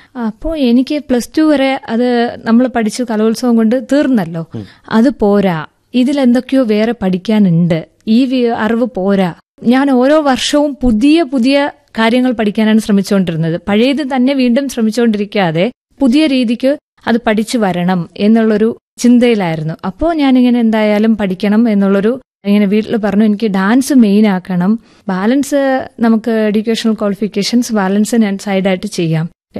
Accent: Kerala, India; അപ്പൊ ഞാൻ മാത്രമേ മലയാളിയുള്ളൂ.

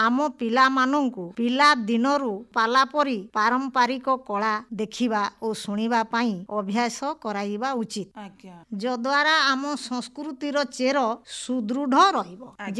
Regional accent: Odisha, India

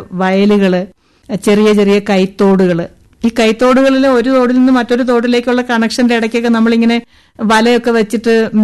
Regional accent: Pallana, Kerala, India; ഞാൻ ജനിച്ചു വളർന്ന സ്ഥലം എന്ന് പറയുന്നത് ആലപ്പുഴ ജില്ലയില് കാർത്തിപ്പള്ളി താലൂക്ക് തൃക്കുന്നപ്പുഴ പഞ്ചായത്തില് പല്ലന പാനൂര്.

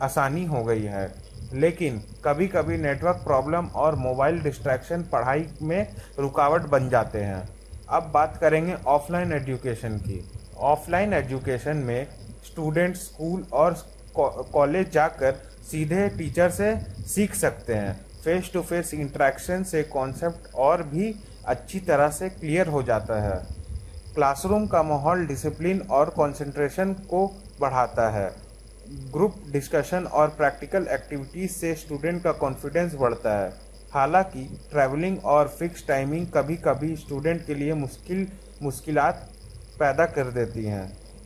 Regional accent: Baridih, Jharkhand, India; और मैं बारीडी का रहने वाला हूँ।

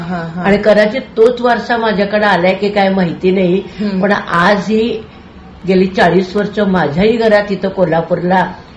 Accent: Sangli, Maharashtra, India; also born or lived in Dingraj; घरात डिंगरजला आजी आजोबा काका काकू आणि सांगलीला शिक्षणाच्या निमित्ताने नोकरीच्या निमित्ताने माझे आई वडील राहायचे.

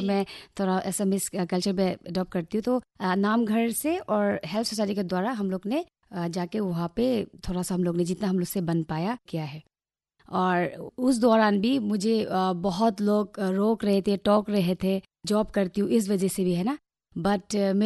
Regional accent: Haflong, Assam, India; मैं हाफलॉन्ग की रहने वाली हूँ।

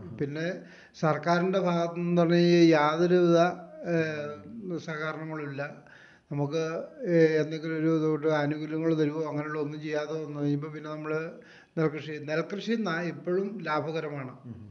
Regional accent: Rajakumari, Kerala, India; born or raised there

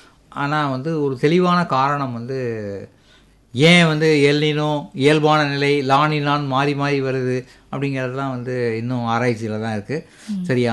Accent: Chennai, Tamil Nadu, India; நான் அடிப்படையில் சென்னையை சேர்ந்தவன்

